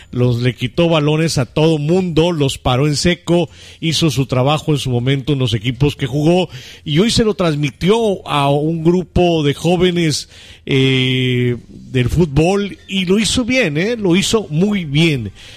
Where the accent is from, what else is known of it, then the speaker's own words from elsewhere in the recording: Mexico; a quienes vivimos en este país, a quienes somos mexicanos, mexicanas.